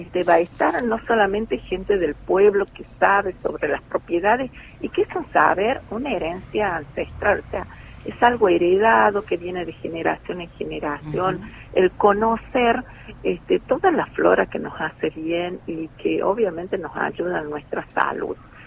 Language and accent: Spanish; Aminga, La Rioja, Argentina; moved away; que volví, que obviamente es mi pueblo natal, es Aminga